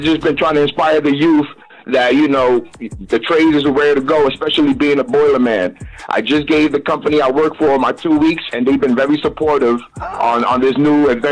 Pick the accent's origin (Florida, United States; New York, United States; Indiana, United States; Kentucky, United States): New York, United States; New York City; Nah, I'm from New York City. I'm from Harlem.